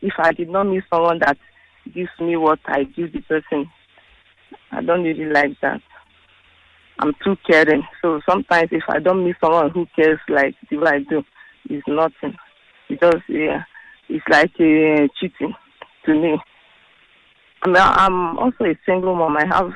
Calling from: Enugu State, Nigeria; I'm from Enugu State. Yeah, I'm from Enugu State.

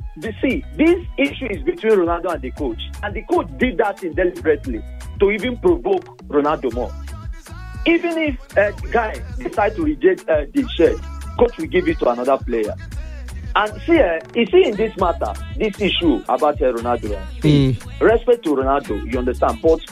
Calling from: Alimosho, Lagos, Nigeria; from AIT Road, Alabama.

